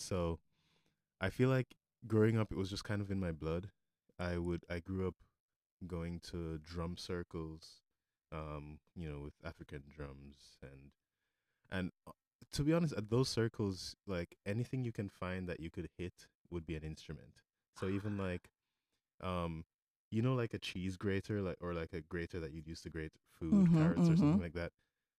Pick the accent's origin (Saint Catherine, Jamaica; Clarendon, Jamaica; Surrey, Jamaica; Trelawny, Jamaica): Surrey, Jamaica; Kingston; So I grew up in Jamaica. I grew up in Kingston, Jamaica.